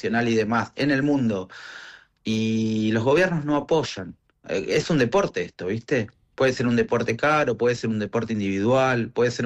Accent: Rawson, Chubut, Argentina; yo soy de Rawson y nuestro autódromo es Trelew, es un gran autódromo.

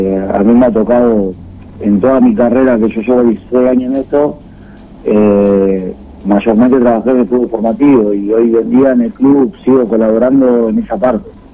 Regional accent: Rosario, Santa Fe, Argentina; moved away; also born or lived in Río Gallegos; yo estuve casi 3 años en Río Gallegos. Yo soy de Rosario, Santa Fe.

